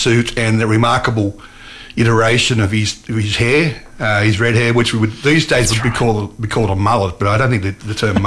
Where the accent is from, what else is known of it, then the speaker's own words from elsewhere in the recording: Sydney, New South Wales, Australia; I was born in Milford Avenue, Panania, in 1960. I lived there till about 1984. My family on my father's side hailed from Peakhurst. Hence the name. … moved there in 1838 and owned most of Peakhurst.